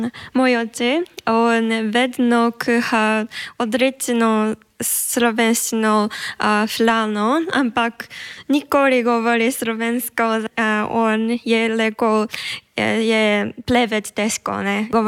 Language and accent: Slovenian; Kyoto, Japan; Slovenian is a second language; sem iz Japonske, iz Kyoto. Moje oče je iz Slovenije, iz Ljubljane in moja družina živi na Japonski